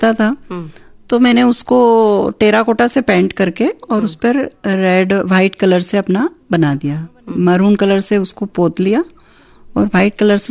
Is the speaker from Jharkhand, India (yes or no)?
no; Madhya Pradesh, India; तो चूंकि मैं मालवा से हूँ